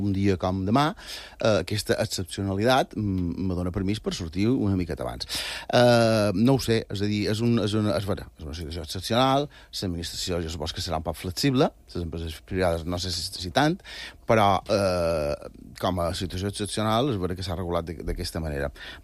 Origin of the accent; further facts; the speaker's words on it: Balearic Islands, Spain; Som mallorquins